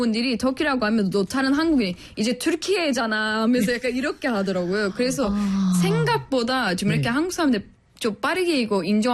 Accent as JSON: {"language": "Korean", "country": "Turkey", "tie": "born or raised there", "also_born_or_lived": "Edirne", "second_language": "Korean", "moved": "as an adult", "lives_now": "South Korea", "said": "내 태어난 곳은 카파도키아."}